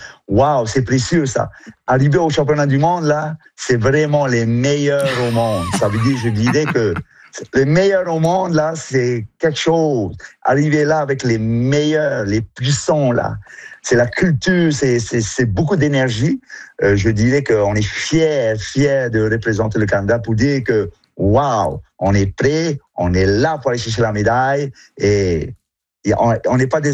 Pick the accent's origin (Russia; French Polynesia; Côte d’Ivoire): French Polynesia; Ben, chez nous, en Polynésie, c'était une pirogue de pêche, alors avec un balancier.